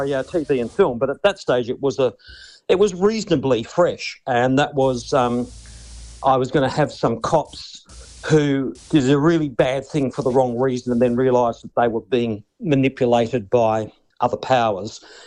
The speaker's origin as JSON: {"language": "English", "town": "Perth", "region": "Western Australia", "country": "Australia", "tie": "born or raised there", "said": "they'll likely come from my home state, Perth"}